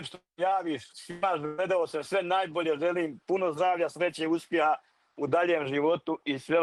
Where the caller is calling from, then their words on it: Frankfurt, Hesse, Germany; Evo, javljam se ja iz Frankfurta, kišnog, i tako sve najbolje da vam poželim.